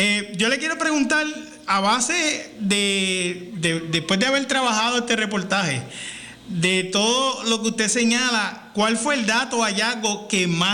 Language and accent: Spanish; Puerto Rico; Yo soy, le digo rapidito, yo soy retirado militar activo. Como puertorriqueño me da vergüenza ajena